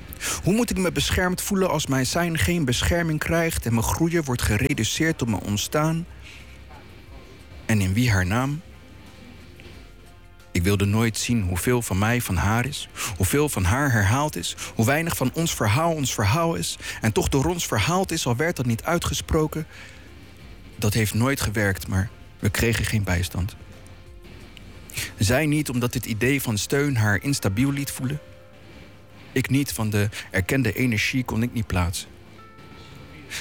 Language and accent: Dutch; Rotterdam, South Holland, Netherlands; Als Rotterdammer